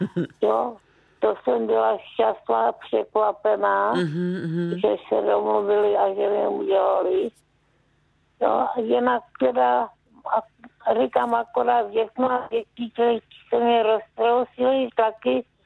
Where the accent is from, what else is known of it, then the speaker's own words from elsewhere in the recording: Zlín Region, Czechia; A u nás na Valáchách se neslavilo